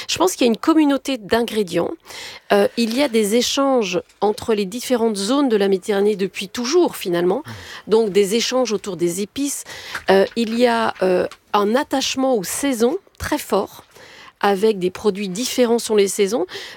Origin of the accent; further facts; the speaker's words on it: Tunisia; born there; Mais je suis née en Tunisie.